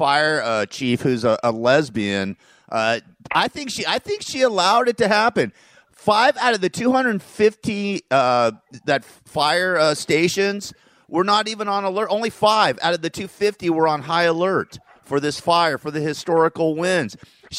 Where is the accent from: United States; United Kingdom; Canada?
United States; California; we had these terrible wildfires here in Southern California. My hometown basically almost, you know, burned down.